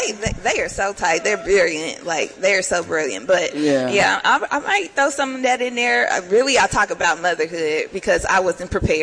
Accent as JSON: {"language": "English", "town": "Indianapolis", "region": "Indiana", "country": "United States", "said": "I am from Indy."}